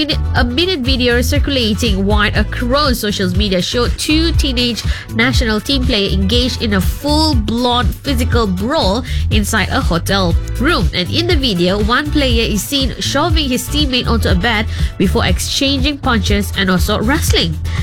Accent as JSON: {"language": "English", "country": "Malaysia"}